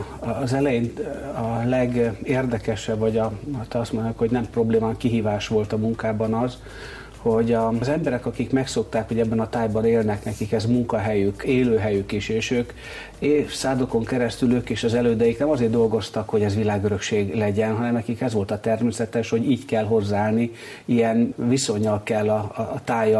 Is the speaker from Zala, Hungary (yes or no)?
no; Sopron, Győr-Moson-Sopron, Hungary; ha 25 évvel ezelőtt azt kérdezték volna, hogy ki vagyok, akkor azt mondom, hogy a Soproni vagyok, most viszont már azt mondom, hogy az egész tájhoz tartozom